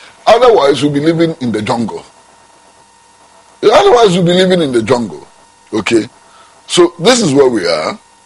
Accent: Ghana

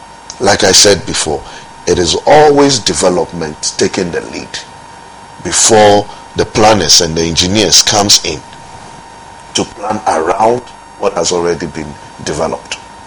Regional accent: Accra, Greater Accra, Ghana; I grew up in Accra. I grew up in Gamashi.

